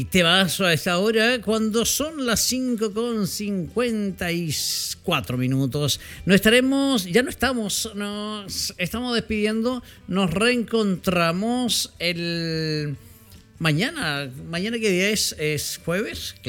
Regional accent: Chile; cuando septiembre llega, todos somos rotos chilenos.

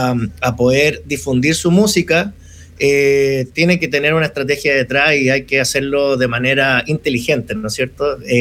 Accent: Chile; nosotros tres somos chilenos

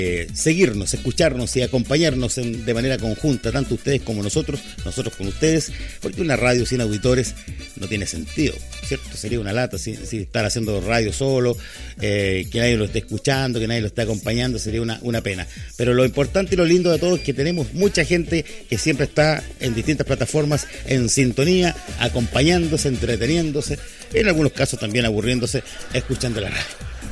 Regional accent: Chile

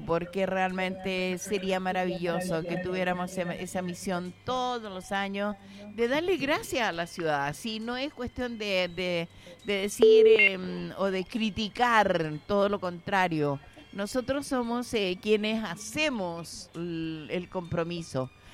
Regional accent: San Fernando, O'Higgins, Chile; also born or lived in Santa Cruz; yo nací en Santa Cruz y fui criada en San Fernando desde los 5 años

